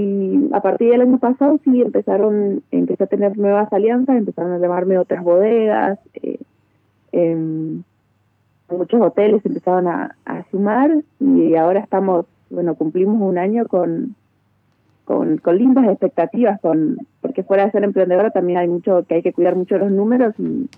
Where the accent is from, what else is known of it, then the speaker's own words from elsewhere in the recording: Mendoza, Argentina; also born or lived in Patagonia; todos los productos que nos orgullecen como mendocinos.